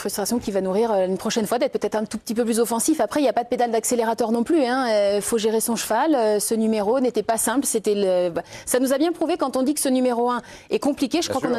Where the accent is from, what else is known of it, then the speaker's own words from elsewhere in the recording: France; elle avait lieu donc chez nous en France.